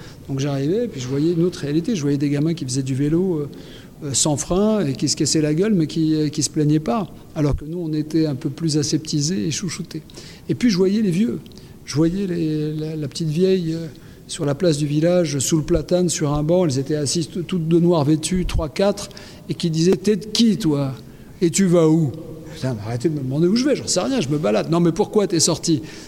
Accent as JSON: {"language": "French", "country": "France", "tie": "born there", "said": "je viens d'une famille grecque du centre du pays avec des parents immigrés qui ont fait que je suis né en France."}